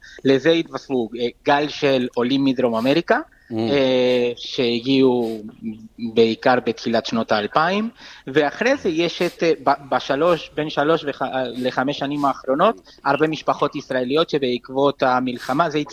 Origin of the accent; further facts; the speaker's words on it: Argentina; now in Barcelona, Spain; בוא נגיד שגם אני ארגנטינאי במקור.